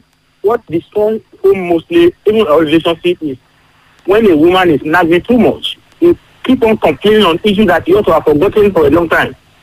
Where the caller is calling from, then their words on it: Kogi, Nigeria; I want to from Yarajimu in Kogi State.